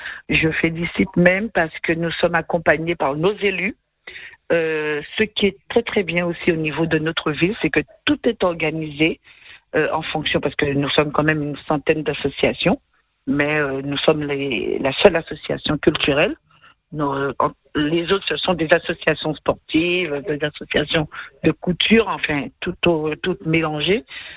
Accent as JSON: {"language": "French", "town": "Goyave", "country": "Guadeloupe", "moved": "yes", "lives_now": "Metropolitan France", "said": "Je viens de Guayave, mon père était de Pointe-à-Pitre, ma mère de Capesterre-Belle-Eau, donc je viens de Guayave, voilà, j'ai beaucoup de famille au Moule, à Petit-Bout, voilà, vous connaissez … c'est une très grande famille"}